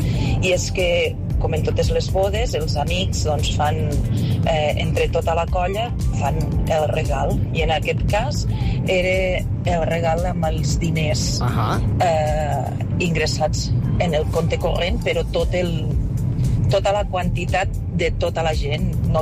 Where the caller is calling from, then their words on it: Tàrrega, Catalonia, Spain; de Tàrrega.